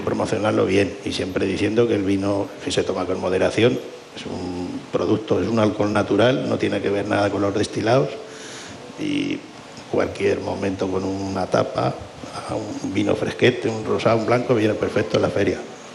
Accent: Graja de Iniesta, Castilla-La Mancha, Spain; yo soy de Cuenca.

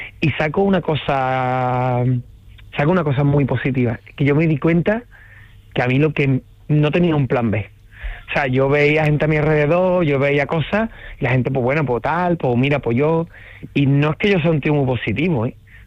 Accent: Rota, Andalusia, Spain; no estoy viviendo en otro sitio, sigo en el mismo entorno, sigo en Rota, en mi pueblo

